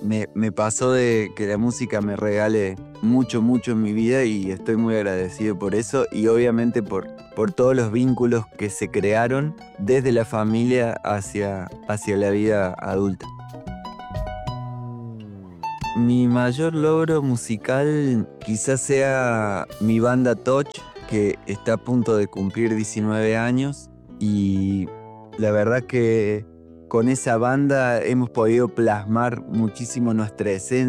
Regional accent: Córdoba, Argentina; also born or lived in González Chávez, Buenos Aires Province / Madrid, Spain; Soy oriundo de González Chávez, provincia de Buenos Aires, pero desde los 6 años vivo en Córdoba. Vivo en las Sierras Chicas, en Agua de Oro, con un periodo de 7 años donde viví en Madrid.

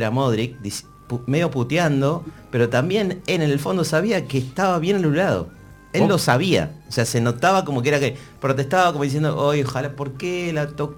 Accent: Villa Albertina, Buenos Aires, Argentina; born there; Yo nací en Santa Marta, Villa Albertina, creo que es bastante potrero

